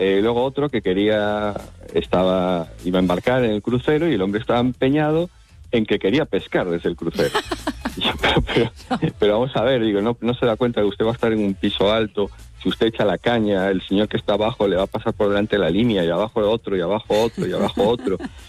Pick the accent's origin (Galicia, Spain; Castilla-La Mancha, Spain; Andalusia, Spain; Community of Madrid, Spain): Galicia, Spain; No, yo soy gallego, tengo la típica sorna gallega de toda